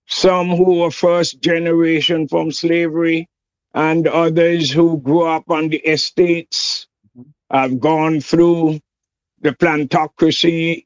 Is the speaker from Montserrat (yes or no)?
yes; Plymouth, Montserrat; also born or lived in Antigua; growing up in Montserrat